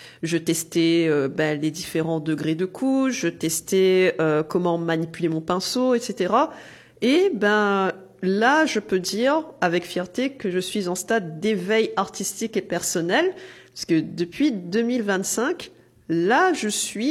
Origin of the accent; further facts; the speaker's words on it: Saint-Pierre, Réunion; moved away as an adult; now in Sainte-Anne, Réunion; quand j'ai emménagé à Saint-Benoît, parce que oui, à la base, je suis Saint-Pierroise d'origine. Et ça fait 6 ans que j'habite à Sainte-Anne. Ça, il faut savoir. Quand j'ai emménagé à Sainte-Anne en 2020